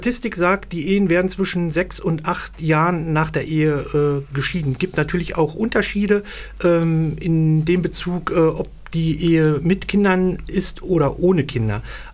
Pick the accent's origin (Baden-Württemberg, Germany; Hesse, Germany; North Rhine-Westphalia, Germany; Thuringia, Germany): Thuringia, Germany; Nordhausen; ich stamme hier aus Nordhausen